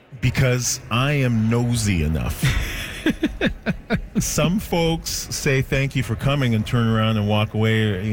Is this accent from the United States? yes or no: no; Canada; So it's cool that being a Canadian artist is coming into form these days.